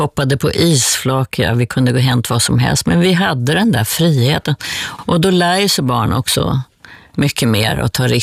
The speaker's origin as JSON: {"language": "Swedish", "country": "Sweden", "tie": "born or raised there", "said": "Sen växte jag upp i skärgården på en holme"}